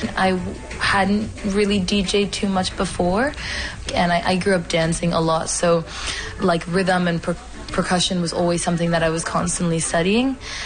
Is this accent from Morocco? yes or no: yes; Morocco; now in Montreal, Canada; I'm originally from Morocco